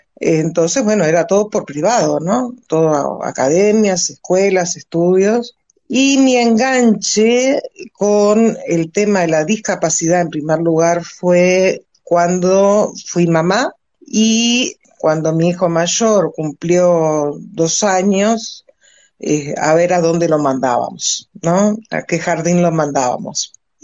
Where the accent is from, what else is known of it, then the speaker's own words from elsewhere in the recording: Montevideo, Uruguay; also born or lived in Maldonado; Bueno, en este momento estoy viviendo en Montevideo nuevamente, que es mi ciudad natal. Yo me siento bien en ella. Viví también 16 años en Maldonado por cuestiones de trabajo